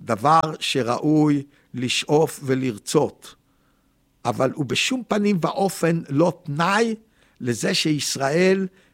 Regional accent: Tel Aviv, Tel Aviv District, Israel; אני גדלתי בצפון תל אביב, כאילו האזור יחד עם עוד כמה הכי מסגשגים והכי טובלים בכל טוב

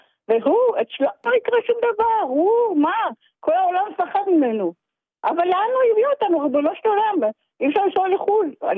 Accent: Petah Tikva, Central District, Israel; moved away as an adult; now in Tel Aviv, Israel; אני ילידת פתח תקווה, כל החיים גרתי פתח תקווה, עברתי רק בגלל הבת שלי שגרה כאן

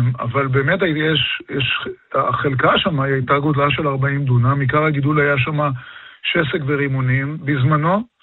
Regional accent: Gedera, Central District, Israel; נולדתי בגדרה. אבא שלי נולד בשנת 33 בראשון לציון, ושנה לאחר מכן הם עברו לגדרה. כך שאני נולדתי בגדרה.

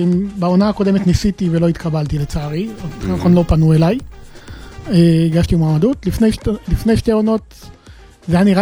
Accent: Beit Shemesh, Jerusalem District, Israel; אני מגיע מבית שמש.

